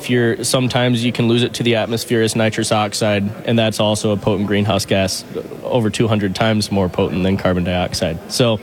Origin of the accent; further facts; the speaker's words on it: Grand Rapids, Michigan, United States; I'm from Grand Rapids, Michigan.